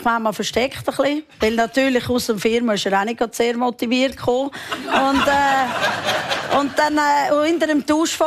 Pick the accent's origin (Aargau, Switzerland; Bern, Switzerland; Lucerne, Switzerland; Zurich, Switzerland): Zurich, Switzerland; Meilen; Wir sind nicht direkt am See ja, aufgewachsen. Also ja, ich meine, ja, ich bin Meilen.